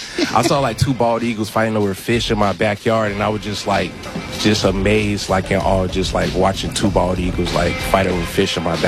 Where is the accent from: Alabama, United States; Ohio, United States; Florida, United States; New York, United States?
Florida, United States; Just, I'm a Florida, I'm from Florida, so, I love the beach and things like that.